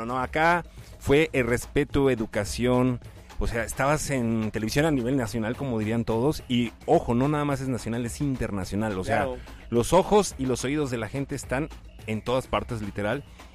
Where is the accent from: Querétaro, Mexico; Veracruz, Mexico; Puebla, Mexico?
Puebla, Mexico; San Baltasar; Yo vengo de San Baltasar, sí.